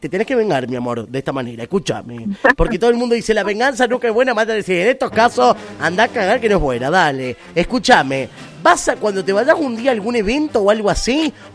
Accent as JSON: {"language": "Spanish", "country": "Argentina", "said": "así somos los argentinos"}